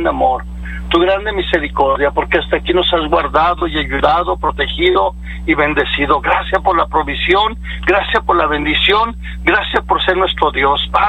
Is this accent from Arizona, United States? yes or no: no; Perryton, Texas, United States; Soy de Perrington, Texas